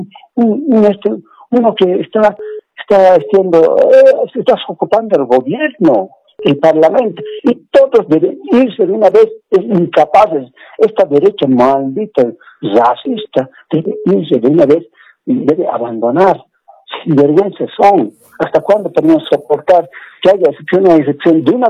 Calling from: La Paz, Bolivia; Aquí le hablo de la ciudad de La Paz.

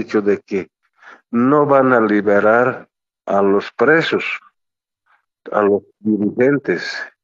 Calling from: Cochabamba, Bolivia; aquí en Cochabamba

